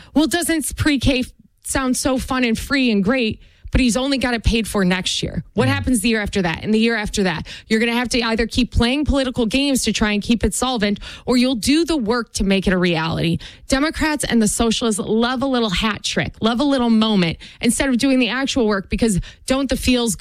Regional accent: Rochester, New York, United States; I grew up in, as I like to say, the rest of New York. I grew up in Rochester, New York.

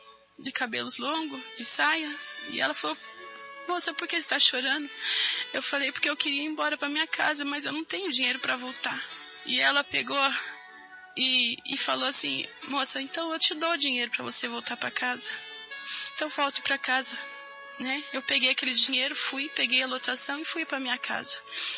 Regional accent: Sorocaba, São Paulo, Brazil; sou da cidade de Sorocaba.

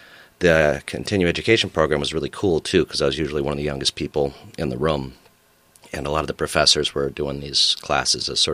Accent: Thetford, Vermont, United States; Well, I grew up in Thetford, Vermont, and graduated from Thetford Academy in 2004. And ended up sticking around Vermont for a year.

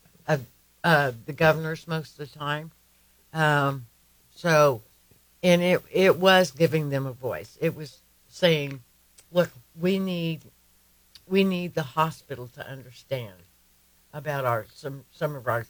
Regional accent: Oklahoma, United States; even though I'm Choctaw from Oklahoma

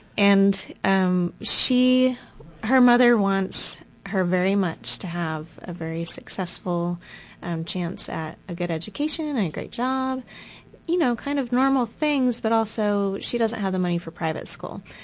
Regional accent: Rosebud, Arkansas, United States; Strangely looks a lot like Searcy, which is not my hometown, but very near my hometown.

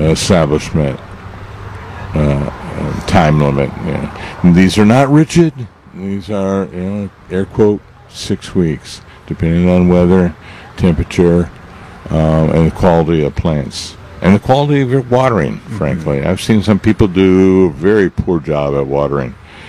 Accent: Midwest, United States; now in South Texas, United States; I was growing up in the Midwest

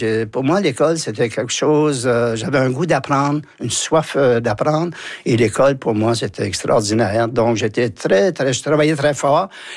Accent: Saint-François, New Brunswick, Canada; also born or lived in Saint-Basile; Je suis né à Saint-Basile, mais je suis allé à Saint-François.

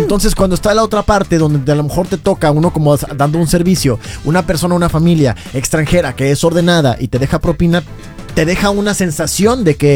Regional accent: Mexico; Ni tampoco decir que todos los mexicanos somos súper desordenados.

